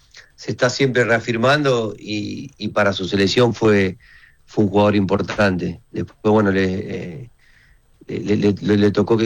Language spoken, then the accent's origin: Spanish; Argentina; Por ahí, como argentino, me encanta el Cuti Romero, para decirte un nombre.